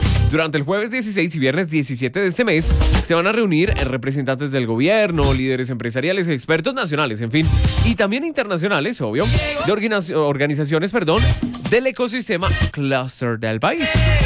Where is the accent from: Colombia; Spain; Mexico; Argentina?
Colombia; Manzanares, Caldas; Yo soy de Manzanares y le preguntamos, ¿cómo quedó el parque, papi?